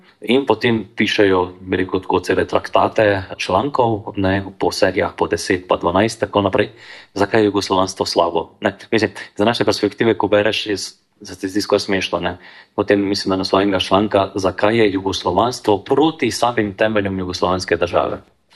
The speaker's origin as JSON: {"language": "Slovenian", "town": "Šmartno ob Paki", "region": "Savinja", "country": "Slovenia", "tie": "born or raised there", "said": "iz mojega rojstnega kraja, se pravi, na Šmartno opaki"}